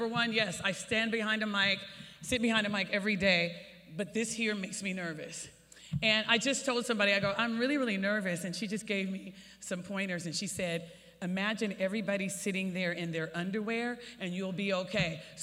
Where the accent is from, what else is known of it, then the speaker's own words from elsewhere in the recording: Killeen, Texas, United States; We were growing up in Killeen, Fort Hood area, very, very small city outside of Austin, Texas.